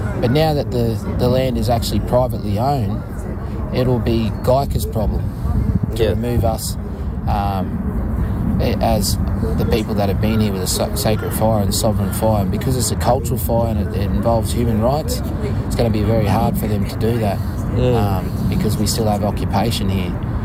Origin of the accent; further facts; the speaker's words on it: Brisbane, Queensland, Australia; my family, we're Yagur Yugapul … so we come from the Brisbane area and share that local cultural law.